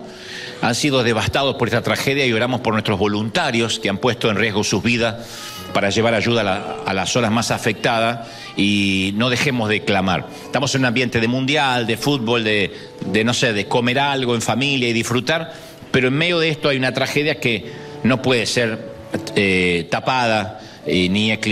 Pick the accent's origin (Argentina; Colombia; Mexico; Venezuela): Argentina; moved away; A veces yo publico algo obviamente por mi país natal y se enojan, dice, pero ustedes los argentinos agrandados